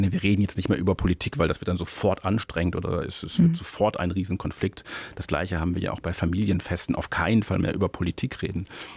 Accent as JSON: {"language": "German", "region": "Northern Germany", "country": "Germany", "lives_now": "Munich, Germany", "said": "wenn man natürlich jetzt hier in München, so gerne ich auch München mag, aber ich vermisse letztendlich auch meine Heimat und Norddeutschland."}